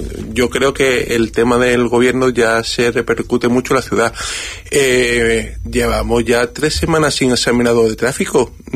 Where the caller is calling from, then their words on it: Ceuta, Spain; yo vivo en Ceuta y me quedo por Ceuta.